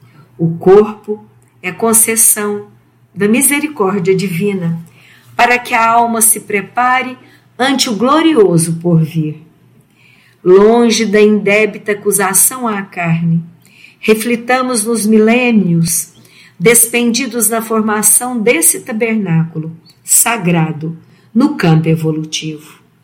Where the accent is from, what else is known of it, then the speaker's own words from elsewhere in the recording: Uberlândia, Minas Gerais, Brazil; sou da cidade de Uberlândia e sou voluntária na Web Rádio Fraternidade